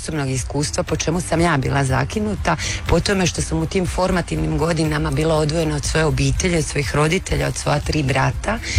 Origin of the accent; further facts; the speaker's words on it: Croatia; Ono što je meni u 35 godina prije smetalo, a smeta mi i danas recimo u našoj Hrvatskoj, ja u to vrijeme sam pohađala školu na njemačkom jeziku koji nije bio moj materinji, koji ja nisam znala.